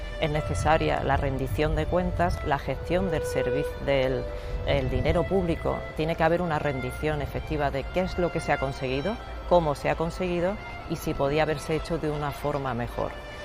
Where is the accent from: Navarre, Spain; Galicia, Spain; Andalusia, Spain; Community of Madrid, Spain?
Andalusia, Spain; Pozo Alcón; Como saben, yo soy de Jaén, soy de Pozo Alcón, soy poceña